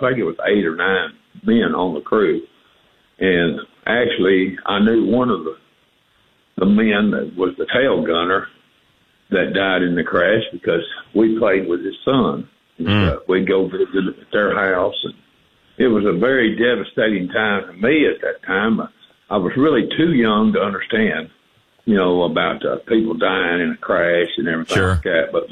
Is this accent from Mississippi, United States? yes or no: yes; Mississippi, United States; also born or lived in Bangor, Maine; I was born in Bangor, Maine. They say I was a maniac, but then I moved to Mississippi and I was in the later part of my dad's career.